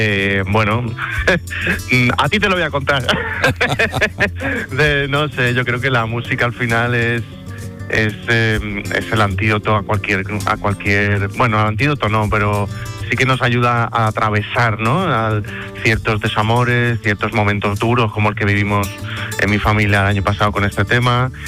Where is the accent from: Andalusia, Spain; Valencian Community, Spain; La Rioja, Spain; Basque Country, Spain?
Andalusia, Spain; Seville; moved away; tengo muchas ganas de volver a mi tierra, de volver a Sevilla